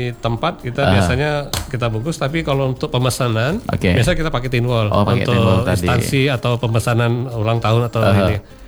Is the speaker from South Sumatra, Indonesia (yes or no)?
yes; Palembang, South Sumatra, Indonesia; kita orang Palembang ini pedas